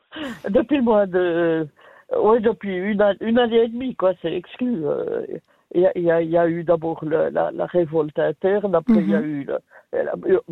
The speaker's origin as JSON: {"language": "French", "town": "La Chaux-de-Fonds", "region": "Neuchâtel", "country": "Switzerland", "tie": "born there", "moved": "yes", "lives_now": "Neuchâtel, Switzerland", "said": "Mais je suis née à la Chaux-de-Fonds quand même."}